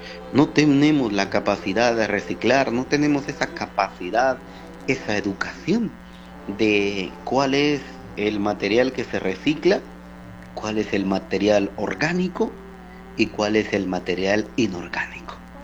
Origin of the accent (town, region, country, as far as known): Guatemala